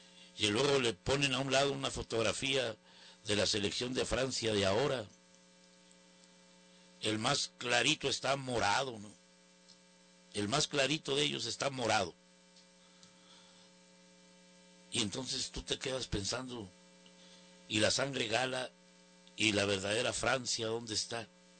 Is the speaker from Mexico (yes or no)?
yes; Mexico; Nosotros somos mexicanos.